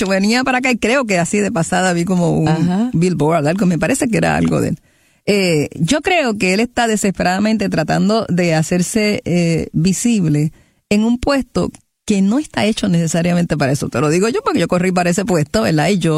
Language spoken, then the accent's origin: Spanish; Puerto Rico